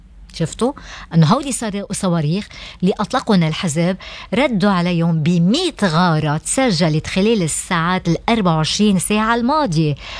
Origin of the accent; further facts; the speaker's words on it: Lebanon; نحن نعرف بالنسبة لنا كلبنانيين